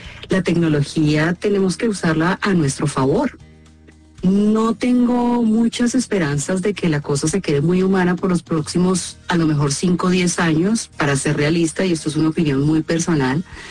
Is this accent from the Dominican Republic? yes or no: no; Colombia; para mí es un orgullo como colombiana